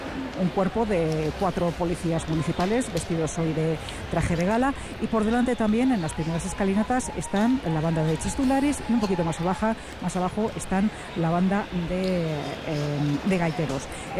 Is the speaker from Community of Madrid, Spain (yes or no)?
no; Vitoria-Gasteiz, Basque Country, Spain; yo que soy también de Vitoria, de siempre, es decir, yo nací en Vitoria, he vivido aquí...